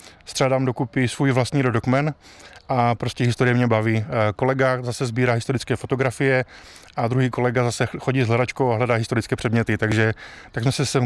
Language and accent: Czech; Třemešná, Moravian-Silesian Region, Czechia; born there; Já jsem se narodil v Třemešné, ale můj děda se přistěhoval z jižních Čech, ten bydlel vlastně v Písku a jeho děda bydlel na Šumavě v Pohorsku.